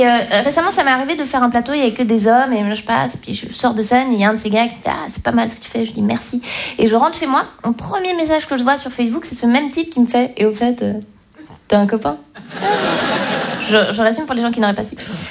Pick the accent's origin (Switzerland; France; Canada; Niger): Switzerland; Romandy; Donc moi, je viens de Suisse romande. Chez moi, on parle français, mais en même temps, on n'a pas la même psychologie que les Français.